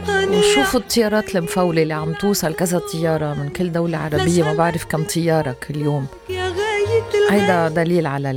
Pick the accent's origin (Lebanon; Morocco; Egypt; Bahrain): Lebanon; بالنسبة لبلدنا